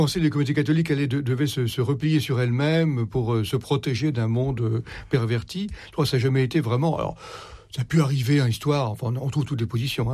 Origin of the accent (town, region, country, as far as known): France